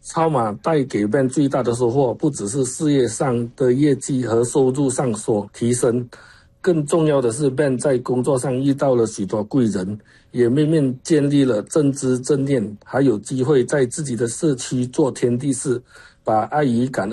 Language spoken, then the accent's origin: Chinese; Central Malaysia, Malaysia